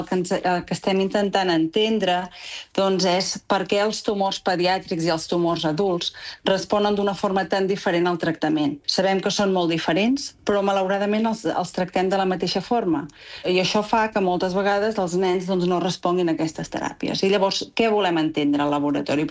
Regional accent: Olot, Catalonia, Spain; moved away as an adult; now in Lisbon, Portugal; Fa concretament 6 anys ara que estic a Lisboa. Sí, sóc d'Olot.

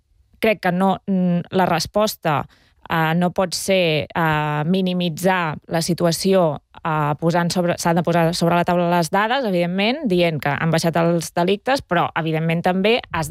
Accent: Berga, Catalonia, Spain; jo sóc de Berga, Manresa queda a prop

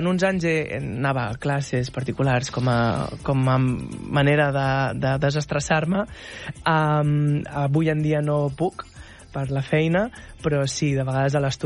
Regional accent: Esparreguera, Catalonia, Spain

